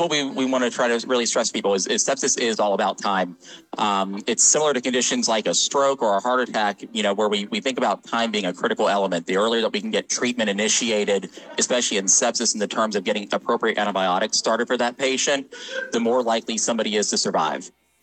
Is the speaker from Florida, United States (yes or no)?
yes; Orlando, Florida, United States; also born or lived in Midwest; now in Kentucky, United States; I grew up down in Orlando, Florida originally, and then kind of lived all over the Midwest.